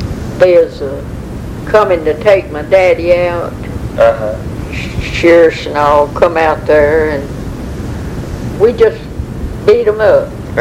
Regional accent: United States; born there; I was born in Douglas County on May the 3rd, 1900.

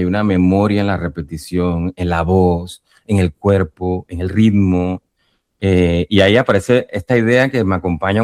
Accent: Panama; Yo crecí toda mi vida en Panamá, pero de este lugar no sabía nada, ni de la comida, ni de nada.

